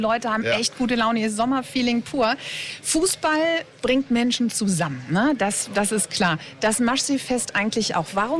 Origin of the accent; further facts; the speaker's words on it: Hanover, Lower Saxony, Germany; Wie gut haben wir es als Hannoveraner, oder?